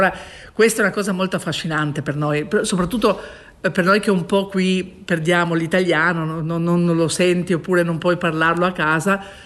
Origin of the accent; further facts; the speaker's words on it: Venice, Veneto, Italy; per me Venezia era sempre andare a casa, dove potevo parlare il mio dialetto anche per strada e dove mi sentivo veramente bene.